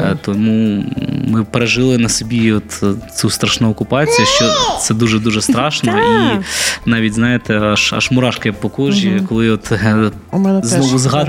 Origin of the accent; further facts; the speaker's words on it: Kherson, Kherson Oblast, Ukraine; moved away as an adult; now in Odesa, Ukraine; ми з самого міста Херсон.